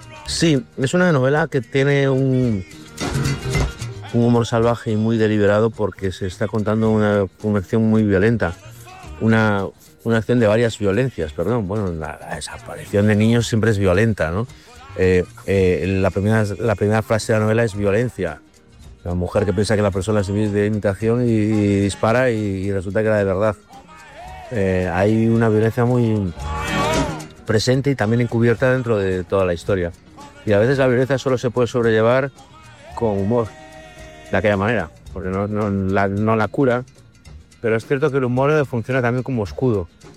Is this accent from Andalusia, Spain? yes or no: no; Galicia, Spain; now in Madrid, Spain; Pero yo en Galicia estoy en casa.